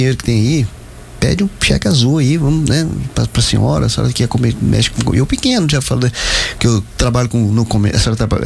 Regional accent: Britânia, Goiás, Brazil; Eu morava em Britânia, que eu mudei de Britânia com 10 anos, ou seja, eu devia ter 7, 8 anos.

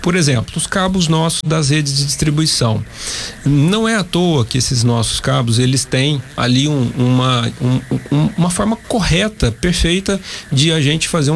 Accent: Passos, Minas Gerais, Brazil; now in Anápolis, Brazil; Que é Minas Gerais, né? A região natal, de onde vim.

